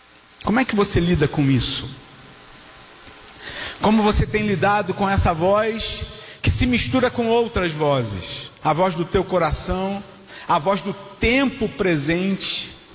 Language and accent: Portuguese; Rio de Janeiro, Brazil; born there; o Senhor sabe que eu nasci numa favela no Rio de Janeiro, o Senhor sabe que eu estudei em escolas públicas